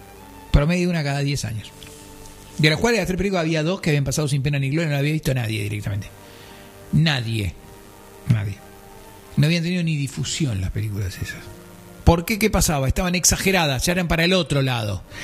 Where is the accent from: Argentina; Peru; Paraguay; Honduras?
Argentina; yo soy de Argentina